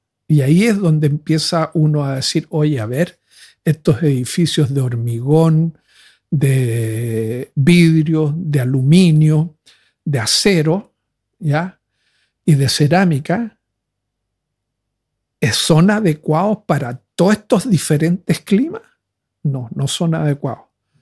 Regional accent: Chile; yo vengo de Chile, ¿ya? Y en Chile nosotros tenemos dos grandes límites. Uno es el Océano Pacífico y el otro es la cordillera de los Andes. Entonces nosotros vivimos como apretados así en 200 kilómetros de ancho y 5.000 kilómetros de largo.

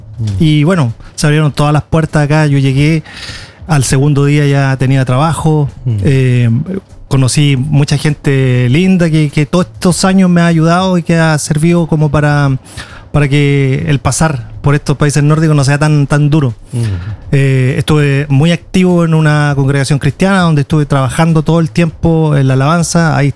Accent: Concepción, Biobío, Chile; also born or lived in Iceland; now in Oslo, Norway; Sí, bueno, soy de Chile, vengo de una ciudad que se llama Concepción y hace 25 años nos fuimos a vivir a Islandia.

